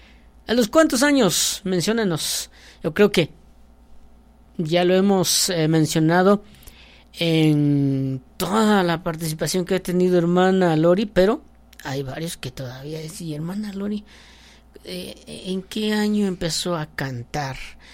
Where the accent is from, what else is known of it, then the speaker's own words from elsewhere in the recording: Guatemala; Y yo, como soy Chapín de corazón.